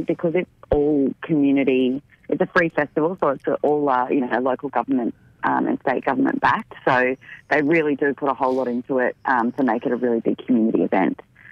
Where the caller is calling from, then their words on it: Redcliffe, Queensland, Australia; I'm calling from Redcliffe in Queensland.